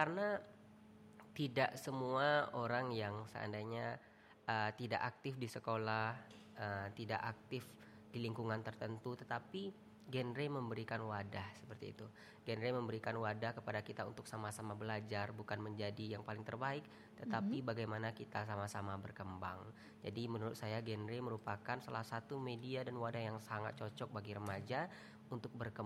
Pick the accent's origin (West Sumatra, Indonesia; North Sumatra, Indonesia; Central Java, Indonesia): West Sumatra, Indonesia; Airpura District; Untuk asal aku aslinya adalah warga dari Indrapura, Kecamatan Airpura.